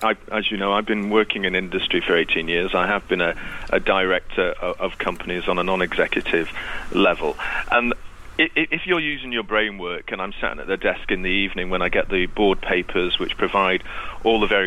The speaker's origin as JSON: {"language": "English", "town": "Manchester", "region": "North West England", "country": "United Kingdom", "said": "I'm a Mancunian."}